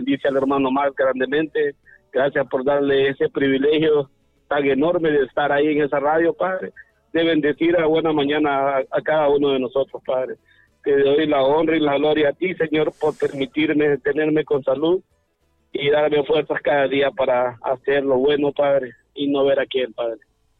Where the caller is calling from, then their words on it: Honduras; le hablo de Los Naranjos, de Santa Cruz de Yogoa.